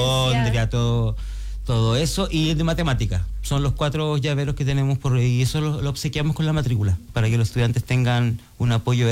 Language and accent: Spanish; Antofagasta, Chile; born there; moved away as an adult; also born or lived in Argentina; yo soy de Antofagasta, yo nací en Antofagasta